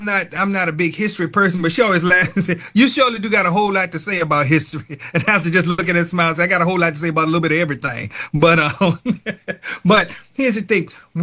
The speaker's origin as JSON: {"language": "English", "town": "Richmond", "region": "Virginia", "country": "United States", "tie": "born or raised there", "said": "Being from Richmond, I grown up, born and raised in Richmond and all."}